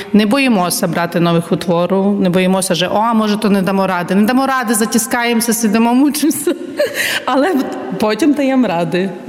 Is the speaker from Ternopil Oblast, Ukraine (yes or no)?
no; Rivne, Rivne Oblast, Ukraine; moved away as an adult; Я сама походжу родом з України, з міста Рувне. Ну і вже тут зараз осінню буде 18 літ, як живу в Лущинці.